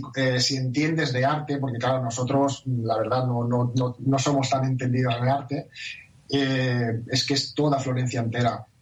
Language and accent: Spanish; Barcelona, Catalonia, Spain; Es muy parecido para la gente como yo, que somos de Barcelona, sería comparable a Montjuïc.